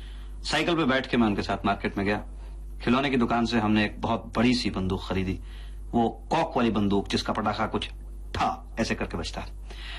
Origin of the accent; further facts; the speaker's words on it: Ludhiana, Punjab, India; मैं लुधियाने का रहने वाला हूँ, खुली छतें होती हैं वहां पे।